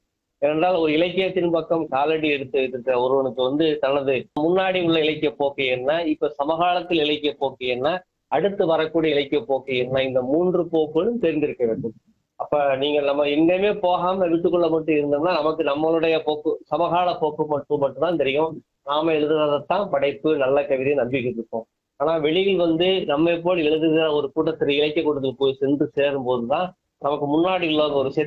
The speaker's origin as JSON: {"language": "Tamil", "town": "Rajapalayam", "region": "Tamil Nadu", "country": "India", "tie": "born there", "also_born_or_lived": "Siveri", "said": "சிவேரியில தான் என்னோட சொந்த ஊர் இல்லையா. ஆனா சிவேரியிலேயே பிறந்தேன், அங்கேயே படித்து அங்கேயே வளர்ந்திருந்தால் நிச்சயமாக கூத்தை எழுதியிருக்க மாட்டேன் நான். அந்த சிவேரியை விட்டு பஞ்சம் விளைப்பதற்காக அப்பா அம்மா காலத்திலே ராஜபாளையத்துக்கு வந்துட்டோம்."}